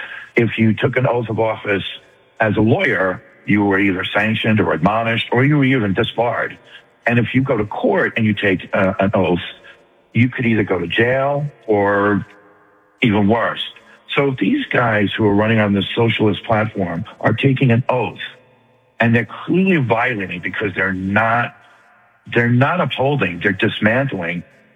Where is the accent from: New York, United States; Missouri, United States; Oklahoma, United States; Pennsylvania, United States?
New York, United States; I am from New York, and I was going to say to Linda, don't ever lose that accent.